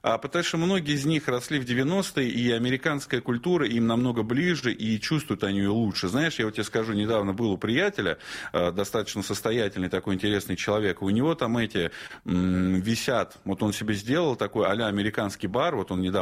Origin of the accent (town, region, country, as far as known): Russia